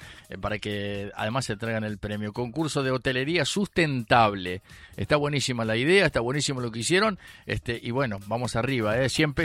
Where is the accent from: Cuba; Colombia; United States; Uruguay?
Uruguay